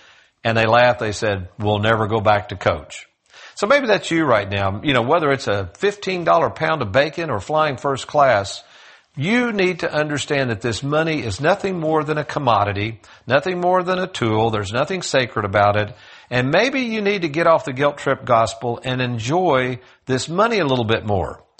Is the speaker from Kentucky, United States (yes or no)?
yes; Lexington, Kentucky, United States; moved away; the same little house I grew up in Lexington, Kentucky